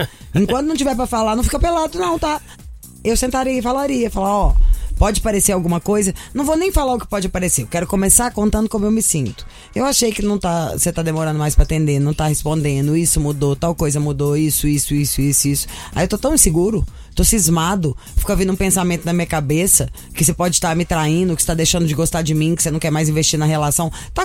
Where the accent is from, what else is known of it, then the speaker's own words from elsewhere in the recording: Minas Gerais, Brazil; Eu sou mineira.